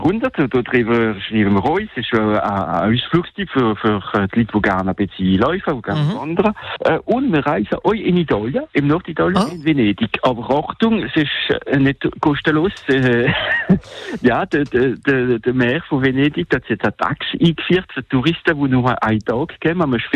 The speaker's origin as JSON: {"language": "German", "region": "Grand Est", "country": "France", "second_language": "German", "said": "zum Beispiel bei unserer Nachbarn in Deutschland oder in der Schweiz oder bei uns im Elsass."}